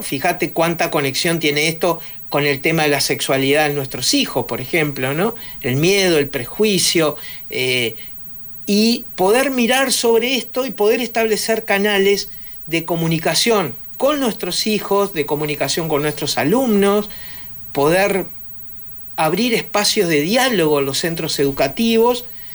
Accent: Uruguay; Yo como uruguayo, no ecuatoriano, soy muy respetuoso de la idiosincrasia de cada país

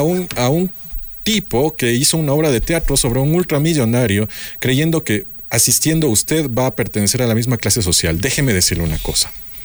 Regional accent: Ecuador; nosotros como ecuatorianos

